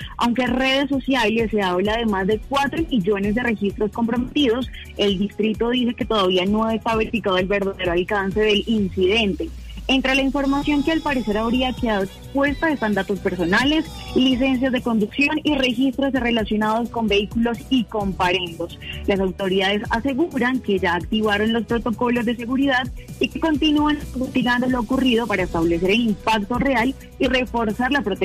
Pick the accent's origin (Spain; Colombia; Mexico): Colombia; somos colombianos